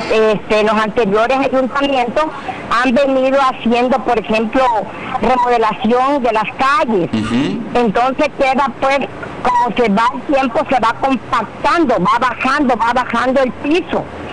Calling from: Jiquipilas, Chiapas, Mexico; yo estimo a mi pueblo porque soy de Jiquipila.

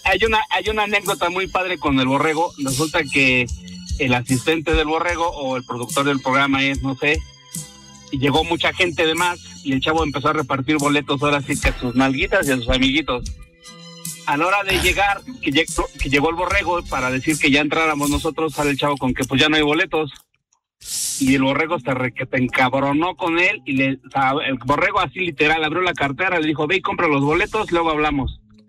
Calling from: Nezahualcóyotl, State of Mexico, Mexico; de Ciudad Neza.

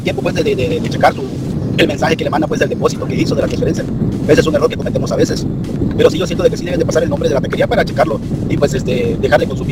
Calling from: Chiapas, Mexico; Como somos chiapanecos, somos pues, hermanos.

